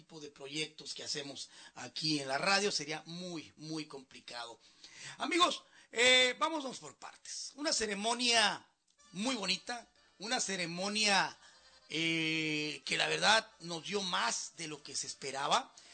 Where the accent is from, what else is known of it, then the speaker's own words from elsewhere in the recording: Mexico; cómo somos los mexicanos